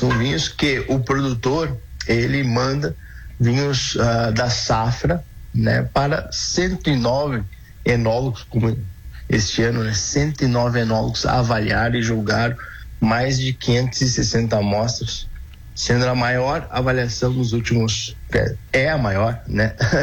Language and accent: Portuguese; Rio Grande do Sul, Brazil; Não, a gente sabe que nós mesmos aqui como gaúcho, às vezes, nem nós mesmos sabemos, né? Quão grande é a nossa história, né?